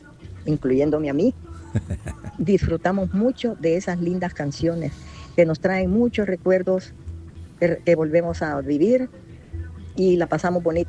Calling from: Ilopango, San Salvador, El Salvador; los escucho en Ilopango.

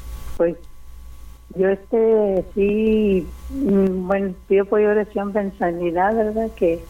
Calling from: Apodaca, Nuevo León, Mexico; soy de Apodaca.

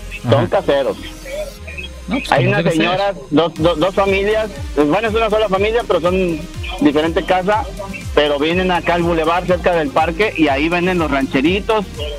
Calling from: Tempoal, Veracruz, Mexico; Pues acá en mi pueblo, en Tempoal, Veracruz.

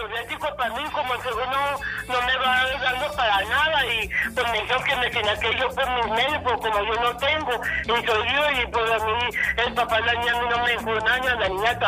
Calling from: Meoqui, Chihuahua, Mexico; Soy de Mioqui.

